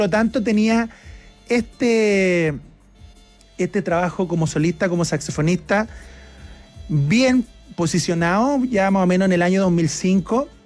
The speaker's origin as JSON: {"language": "Spanish", "town": "Molina", "region": "Maule", "country": "Chile", "tie": "born or raised there", "moved": "as an adult", "lives_now": "Santiago, Chile", "said": "yo llegué en el año 2000 llegué acá a Santiago. Yo soy de Molina, de la ciudad de Molina, una comuna muy pequeñita pero que sin duda es bien cultural."}